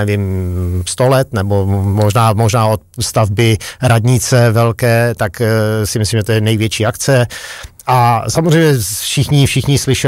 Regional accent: Frýdek-Místek, Moravian-Silesian Region, Czechia; now in Ostrava, Czech Republic; Já jsem do Ostravy přivandroval, no. Sice jsem z Vítku Nízku, ale přivandroval jsem v nějakých 22 letech a v podstatě musím říct, že dneska jsem Ostravák.

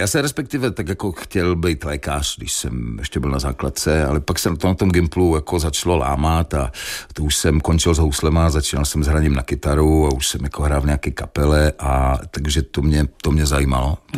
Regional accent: Ostrava, Moravian-Silesian Region, Czechia; Vyrostl jsem na Slezské ostrově, na Kamenci, obklopen ještě z jedné strany hornickou kolonií

